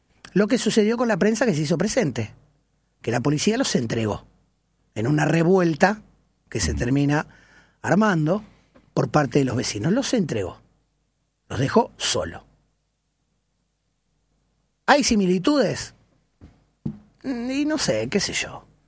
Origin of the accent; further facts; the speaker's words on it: El Salvador; Sí, yo soy un lindo guanaco.